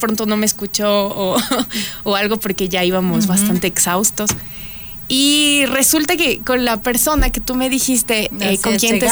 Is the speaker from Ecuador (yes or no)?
yes; Puéllaro, Pichincha, Ecuador; Yo soy de Puellar.